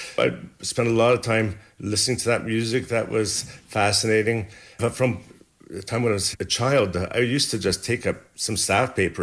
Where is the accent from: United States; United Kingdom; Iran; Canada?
Canada; Montreal, Quebec; Later on in university, or in Sage, I came from Montreal and applied for the music program.